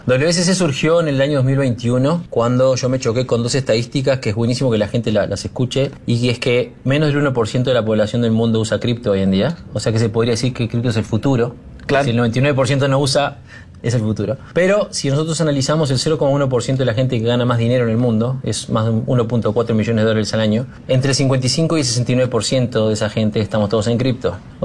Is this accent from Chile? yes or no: no; Uruguay; yo soy uruguayo, empresario serial, que se dice por ahí, hace 20 años ya.